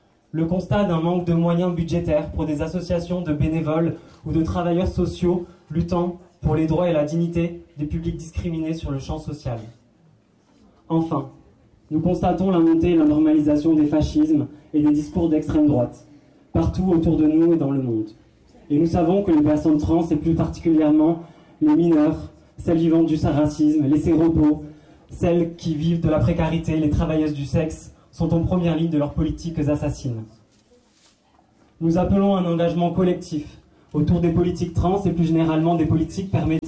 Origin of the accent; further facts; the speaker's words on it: Toulouse, Occitanie, France; comme on vient de Toulouse